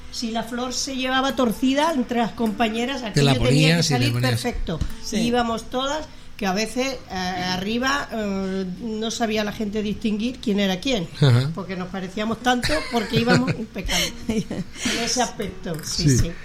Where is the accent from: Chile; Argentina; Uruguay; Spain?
Spain; Andalusia; now in Extremadura, Spain; yo no soy extremeña, soy andaluz.